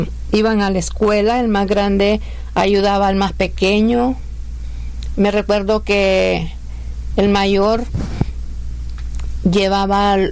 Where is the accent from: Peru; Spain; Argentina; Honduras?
Honduras; born there; nací en Honduras, tengo 5 hijos, soy madre soltera